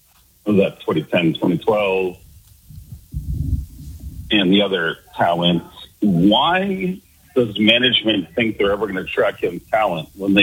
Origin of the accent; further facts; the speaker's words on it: Boulder, Colorado, United States; Yeah, no, I grew up in Boulder, listening to KBCO.